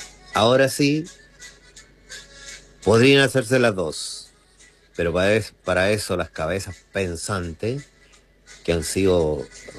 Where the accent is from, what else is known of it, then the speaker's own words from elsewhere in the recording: Lago Ranco, Los Ríos, Chile; el orgullo de nosotros, los ranquinos